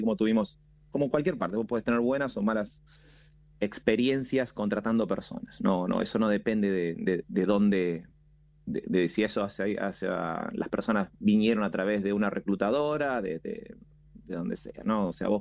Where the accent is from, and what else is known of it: Coronel Suárez, Buenos Aires Province, Argentina; now in Buenos Aires, Argentina